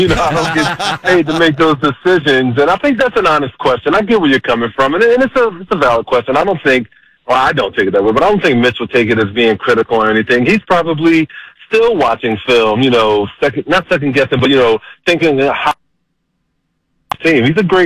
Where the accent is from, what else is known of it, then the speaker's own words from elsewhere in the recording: Philadelphia, Pennsylvania, United States; moved away; I'm from Philadelphia, and we all root like the Big Five.